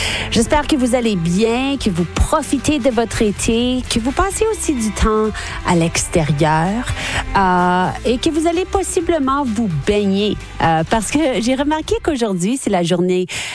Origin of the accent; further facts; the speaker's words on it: Saskatoon, Saskatchewan, Canada; Je me souviens, quand j'étais petite à Saskatoon, il y avait un parc qui s'appelait Penguin Village.